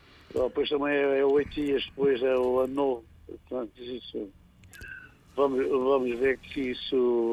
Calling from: Portugal; Eu sou residente cá há pouco tempo. Sou residente cá há pouco tempo, mas sou português

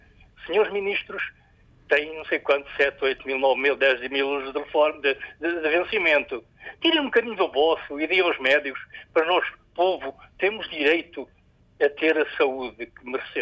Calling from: Portugal; Nós estamos num país que é um grande país, Portugal, que eu sou português

